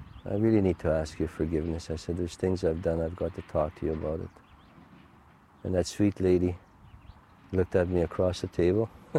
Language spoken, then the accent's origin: English; Canada; first language Cree; My first language is Cree.